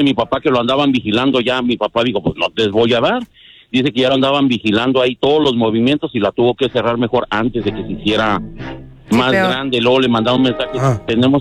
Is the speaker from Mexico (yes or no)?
yes; Mexico City, Mexico; No, yo no soy de Guerrero, yo soy de la Ciudad de México.